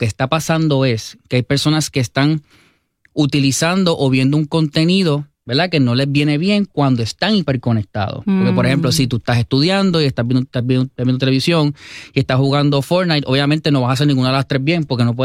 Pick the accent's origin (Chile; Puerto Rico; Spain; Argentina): Puerto Rico; Cidra; De Sidra, Puerto Rico.